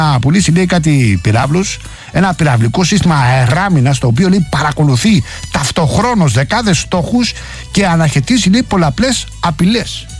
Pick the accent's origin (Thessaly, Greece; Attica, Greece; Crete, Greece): Attica, Greece; Rafina; Την περασμένη Παρασκευή λέγαμε για τη Ραφίνα, την πατρίδα μου.